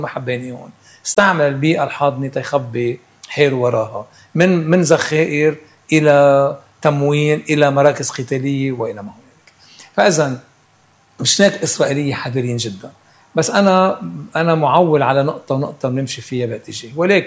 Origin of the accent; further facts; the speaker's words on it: Lebanon; عندنا بلبنان